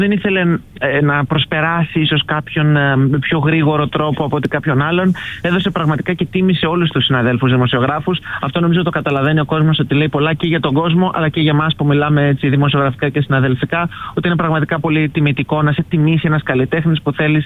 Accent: Greece; μόλις είπα ότι είμαι από την Ελλάδα

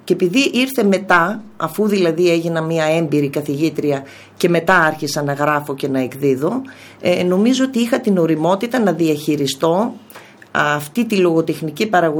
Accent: Servia, Western Macedonia, Greece; Εγώ όταν έκανα την πρώτη παρουσίαση στα Σέρβια, για να καταλάβετε, έγινε το αδιαχώρητο. Το διαχώρητο. Με τίμησαν πάρα πολύ οι συμπατριώτες μου

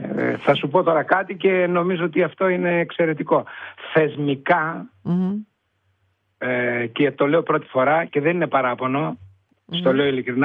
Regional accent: Kissamos, Crete, Greece; born there; moved away

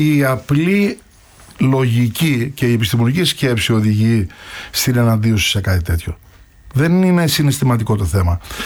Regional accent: Tzoumerka, Epirus, Greece; moved away; πηγαίνοντας προς το δικό μου, στα δικά μου μέρη, στα Τζουμέρκα

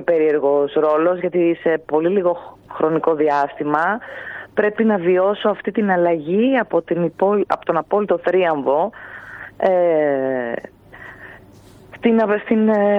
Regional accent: Greece; αισθάνομαι περήφανη που είμαι Ελληνίδα.

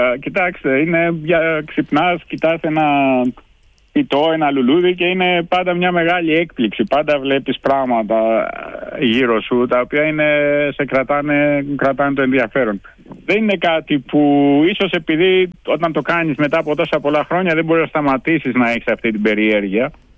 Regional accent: Gytheio, Peloponnese, Greece; moved away as an adult; also born or lived in Switzerland; now in United States; Πρώτα τελείωσα στο γυμνάσιο και στο λύκειο στο Γήθιο.

